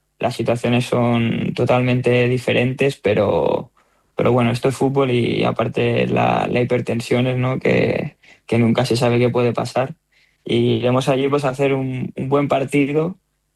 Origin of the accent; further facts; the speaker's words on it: Terrassa, Catalonia, Spain; Soy de Tarrasa y ahí hay La Mola, que es una montaña muy grande